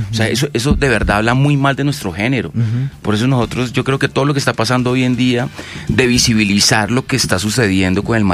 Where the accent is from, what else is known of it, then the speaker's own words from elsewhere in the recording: Mexico City, Mexico; Sí, yo soy de la Condesa, de la Roma, de esta gente, me aburrí.